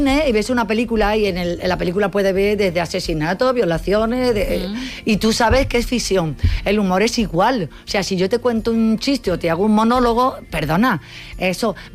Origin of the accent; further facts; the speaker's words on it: Cádiz, Andalusia, Spain; Yo como buena gaditana